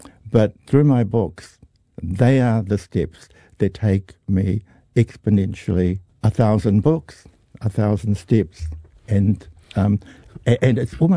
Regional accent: New Zealand

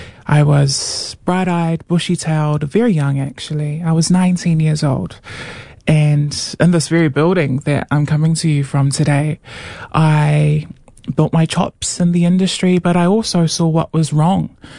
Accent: Auckland, New Zealand; I grew up in South Auckland

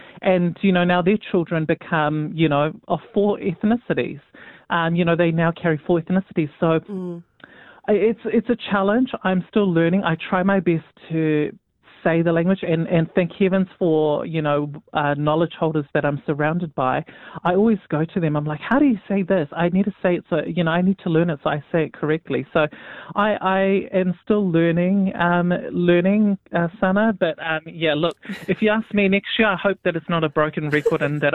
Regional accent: North Shore, Auckland, New Zealand; born there

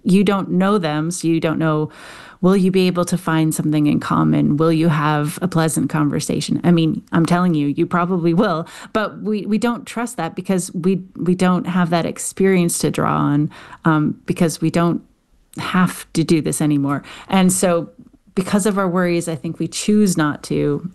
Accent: Canada; accent: Canadian; just with my funny Canadian accent.

